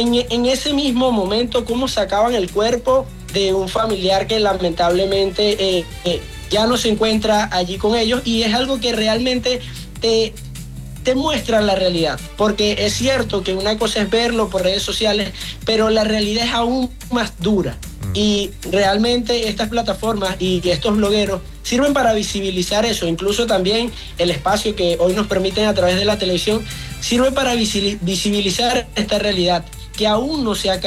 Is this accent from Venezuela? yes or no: yes; Venezuela